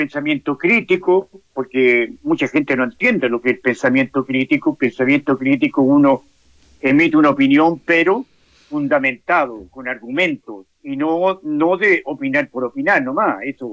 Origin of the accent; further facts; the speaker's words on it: Valparaíso, Chile; born there; yo nací en el Cerro Barón, no en el Cerro Santinés.